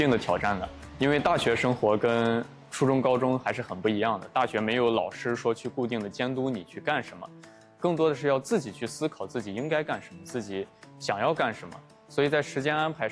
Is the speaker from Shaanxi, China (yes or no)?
yes; Shaanxi, China; 因为首先是个人，我是陕西的考生，对，然后第一次来到南方生活